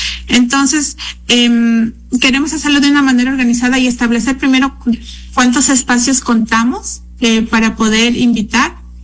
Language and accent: Spanish; Puerto Francisco de Orellana, Orellana, Ecuador; born there; yo soy amazónica, yo nací aquí en el Coca. Yo vivo enamorada del lugar donde vivo. He vivido en el exterior, varias veces y he regresado siempre a Calcoca.